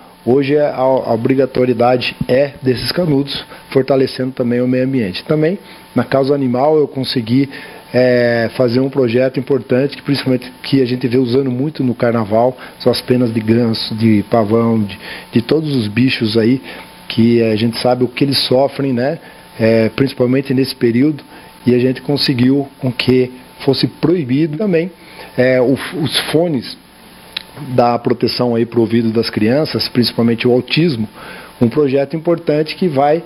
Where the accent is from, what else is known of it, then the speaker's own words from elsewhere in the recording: Indaiatuba, São Paulo, Brazil; Eu sou lá da região de Campinas, sou da cidade de Indaiatuba, já estou no meu sexto mandato consecutivo